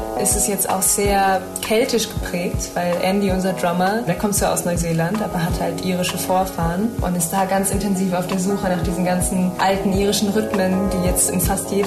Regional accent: Stralsund, Mecklenburg-Vorpommern, Germany; ich komme aus Stralsund, da gibt es zwar Musikschulen, aber jetzt nicht so die Musikkultur, dass wir sagen, wir spielen irgendwie unsere Roots-Musik hier.

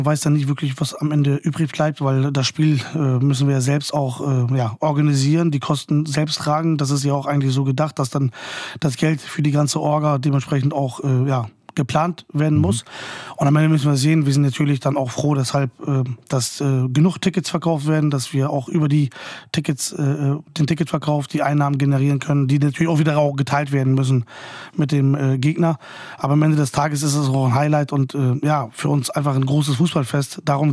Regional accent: Bremen, Germany; Wir sind quasi, ich persönlich, in Himmeling geboren, aufgewachsen.

